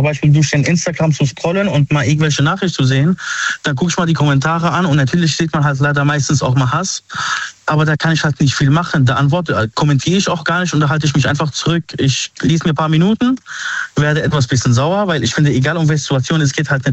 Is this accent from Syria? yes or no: yes; Syria; now in Germany; paar Jahren, die ich halt in Deutschland gelebt habe, auch mal mich geschämt habe zu sagen, ey, ich bin Syrer.